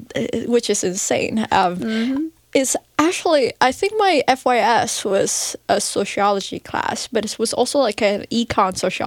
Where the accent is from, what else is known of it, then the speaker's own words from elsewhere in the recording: Vietnam; moved away; I grew up in Vietnam